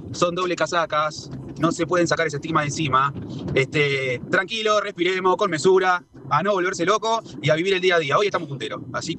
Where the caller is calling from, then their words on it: La Matanza, Buenos Aires Province, Argentina; reportándome del Principado de la Matanza.